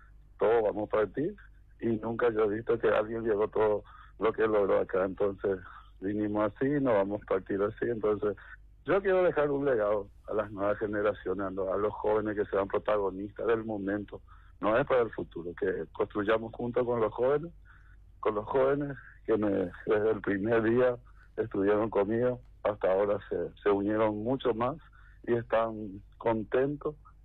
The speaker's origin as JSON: {"language": "Spanish", "country": "Paraguay", "said": "somos los paraguayos"}